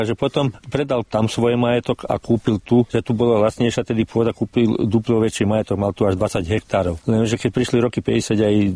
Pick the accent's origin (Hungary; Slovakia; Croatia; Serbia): Croatia; Ilok, Vukovar-Srijem County; Väčšinou, ako aj ostatní Slováci z Iloku, my sme prišli z Vojvodiny.